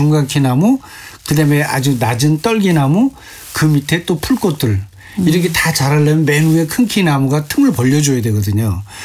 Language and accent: Korean; Seoul, South Korea; 제 어렸을 때 정릉은 완전히 시골이에요.